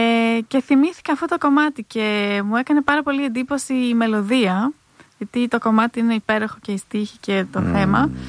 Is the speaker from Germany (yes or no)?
yes; Hamburg, Germany; Γεννήθηκα στο Αμβούργο και μεγάλωσα και στο Αμβούργο.